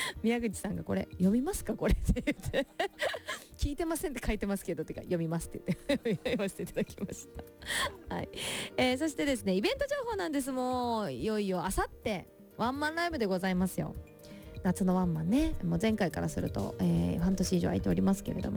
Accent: Miyazaki, Japan; moved away; 宮崎なんで、ね、私の地元でございます、

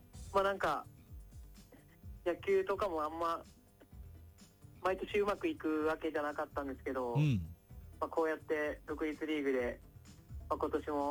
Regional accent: Saitama, Japan; 地元の埼玉で、

